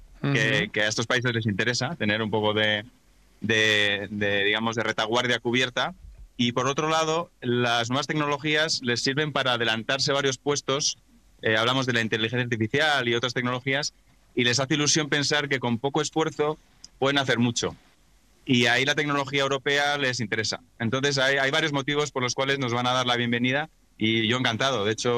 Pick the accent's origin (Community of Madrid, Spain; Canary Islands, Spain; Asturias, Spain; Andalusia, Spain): Community of Madrid, Spain; Madrid